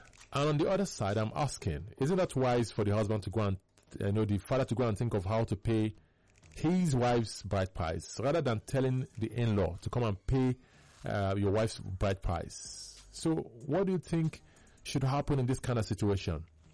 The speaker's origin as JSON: {"language": "English", "region": "Abia", "country": "Nigeria", "said": "where I'm from Abia State, but there's a particular place in my state, Arochukwu."}